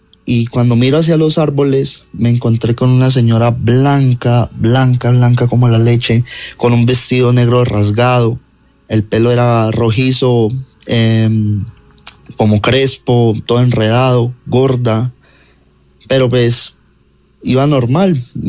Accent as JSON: {"language": "Spanish", "town": "Buenaventura", "region": "Valle del Cauca", "country": "Colombia", "said": "Pues yo soy de allá de Buenaventura y en Buenaventura se iba mucho la luz anteriormente, la energía."}